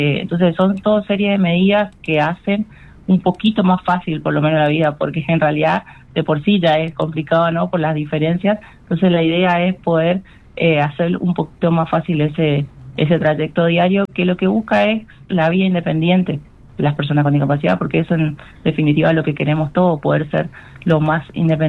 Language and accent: Spanish; Corrientes, Argentina; born there; yo nací, siempre cuento, en el Hospital Vidal.